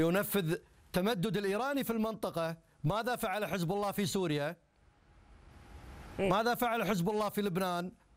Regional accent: Iraq; نعم من العراق أستاذ عدنان أستاذنا الفاضل

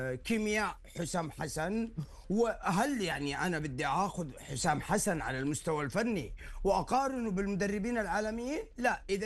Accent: Saudi Arabia; عندنا في المنتخب السعودي

